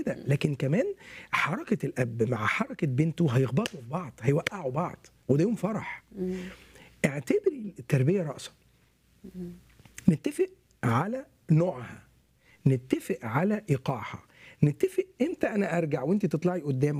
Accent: Egypt; عندنا في مصر

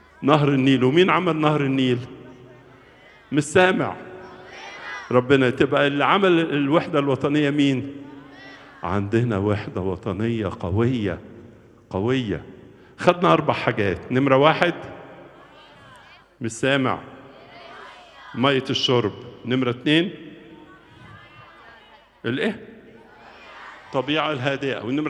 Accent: Egypt

